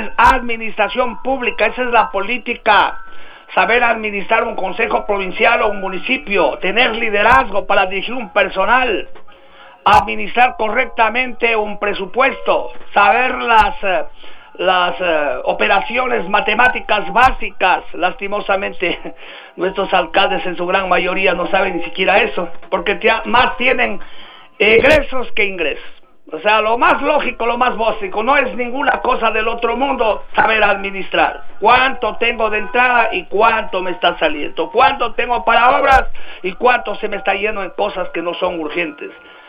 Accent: Loja, Ecuador; como ecuatorianos verdaderos, como lojanos verdaderos

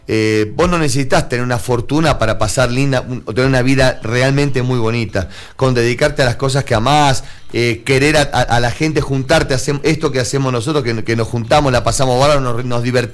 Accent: Argentina; en mi país es muy normal venir de algún tipo de rasgo europeo.

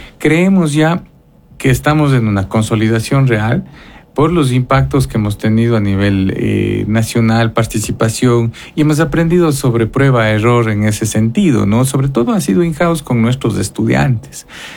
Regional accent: Ecuador

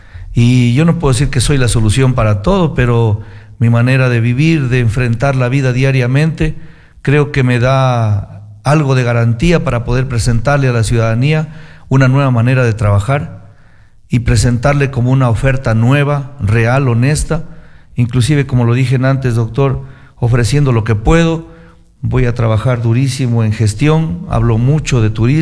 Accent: Catamayo, Loja, Ecuador; born there; ser catamayense, a la gente que amamos nuestra tierra, pues nos place ser de ahí. A mí me hace feliz ser tomeño. Yo nací ahí

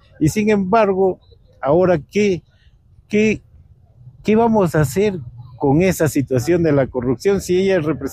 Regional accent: Peru; nosotros como ciudadanos peruanos

